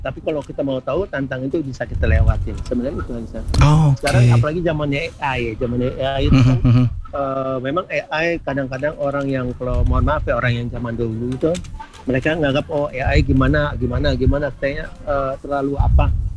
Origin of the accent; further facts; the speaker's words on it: Manado, North Sulawesi, Indonesia; Iya, betul. Kita dari Manado.